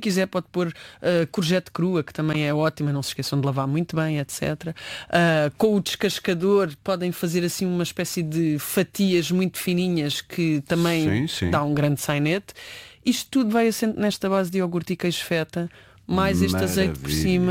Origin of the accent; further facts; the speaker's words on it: Alentejo, Portugal; Eu sou alentejana, nota-se.